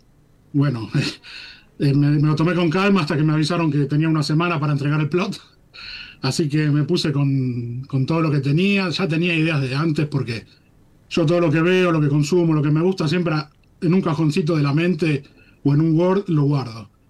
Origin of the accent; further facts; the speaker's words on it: Argentina; escribirla como un argentino.